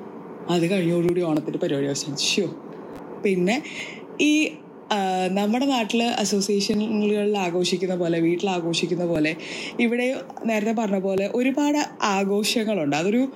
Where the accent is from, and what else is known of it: Pathanamthitta, Kerala, India